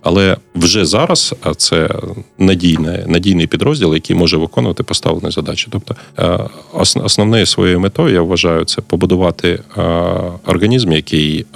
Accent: Konotop, Sumy Oblast, Ukraine; now in Kyiv, Ukraine; Я взагалі-то з Конотопу, Сумська область.

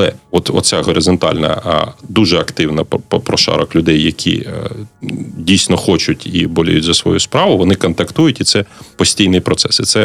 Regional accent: Konotop, Sumy Oblast, Ukraine; now in Kyiv, Ukraine; Я взагалі-то з Конотопу, Сумська область.

